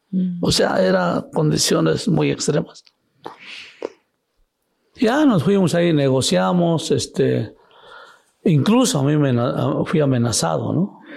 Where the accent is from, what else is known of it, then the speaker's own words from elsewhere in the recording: Taniche, Oaxaca, Mexico; now in Mexico City, Mexico; Taneche, que es mi pueblo